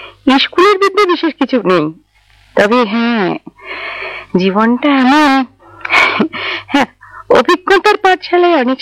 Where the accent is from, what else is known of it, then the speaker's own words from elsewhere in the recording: West Bengal, India; 24 পরগনার এক অজ পাড়ানো আমার বাড়ি ছিল, দাদা ছিলেন সেখানকার একটা প্রাথমিক স্কুলের শিক্ষক।